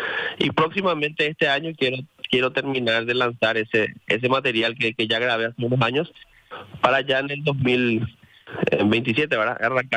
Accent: Paraguay; es parte de nuestra esencia como paraguayo.

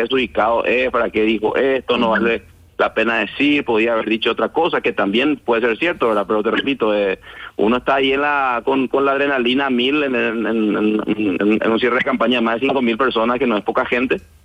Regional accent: Paraguay; Nosotros creo que si algo tenemos que entender nosotros como paraguayos primero

